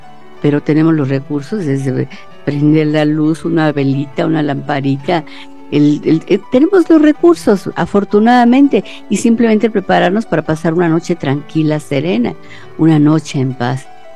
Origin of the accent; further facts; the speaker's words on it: Mexico; Date cuenta lo que estamos viviendo como mexicanos, como humanidad.